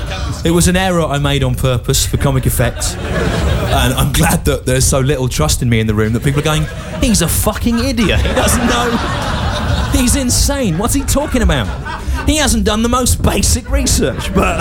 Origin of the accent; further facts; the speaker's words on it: England, United Kingdom; So as a child, I hated being English.